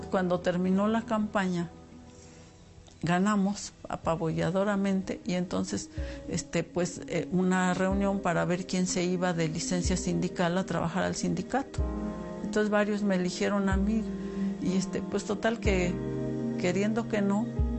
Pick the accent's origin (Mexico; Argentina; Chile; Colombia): Mexico; Hidalgo; Ser mujer aquí en mi pueblo, pues era complicado. Sobre todo viviendo mujeres solas, en nuestro caso. Mi madre batallaba con sus tres hijos sola. Un buen día, como a los 16, un poquito antes de los 16, agarré mis cosas y me fui de aquí.